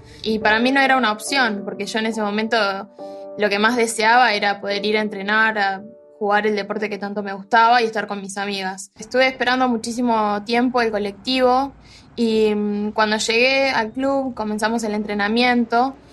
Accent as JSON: {"language": "Spanish", "country": "Uruguay", "tie": "born or raised there", "said": "tengo 24 años, soy uruguaya."}